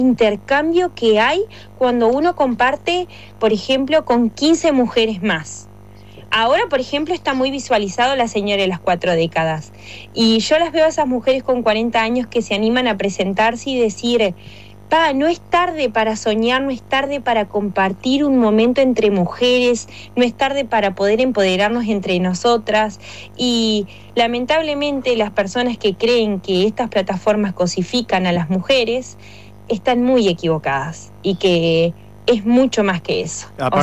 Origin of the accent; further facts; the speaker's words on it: Uruguay; nosotros como uruguayos siempre ponemos el ejemplo del fútbol, ¿no?